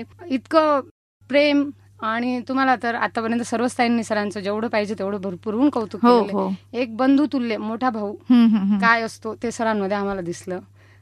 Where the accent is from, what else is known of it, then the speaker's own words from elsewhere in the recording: Wajirkhed, Maharashtra, India; now in Malegaon, India; मी मूळची मालेगाव पासून 6 किलोमीटरवर माझं माहेर आहे वजीरखेड म्हणून.